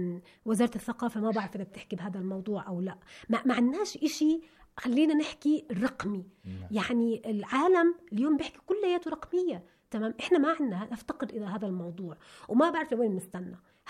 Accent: Palestine; ويصير منظري انا كانسان فلسطيني امام العالم

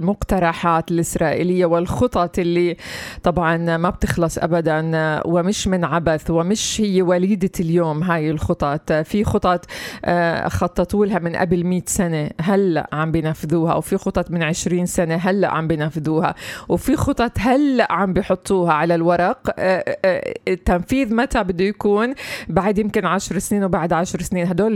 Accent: Palestine

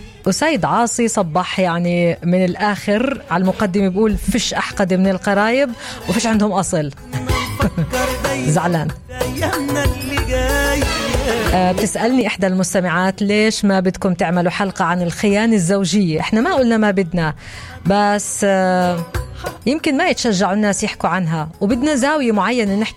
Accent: Palestine; أكتر أزواج مخلصين عندنا في فلسطين

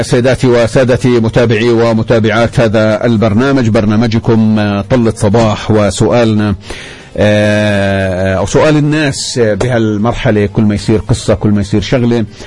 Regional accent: Palestine; كفلسطينيين، سواء في الضفة أو في غزة

